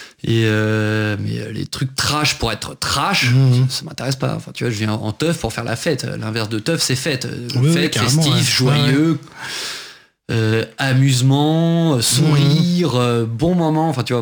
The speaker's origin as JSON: {"language": "French", "region": "Hauts-de-France", "country": "France", "said": "moi je viens de l'Oise à la base, je suis Picard."}